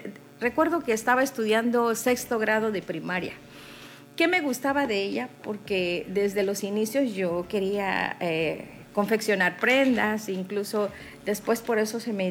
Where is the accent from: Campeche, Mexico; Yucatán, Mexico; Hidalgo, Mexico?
Campeche, Mexico; Palizada; soy originaria de Palizada